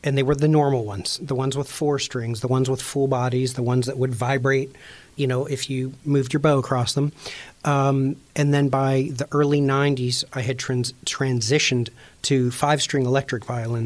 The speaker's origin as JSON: {"language": "English", "town": "Pittsburgh", "region": "Pennsylvania", "country": "United States", "tie": "born or raised there", "said": "I grew up in Greenfield."}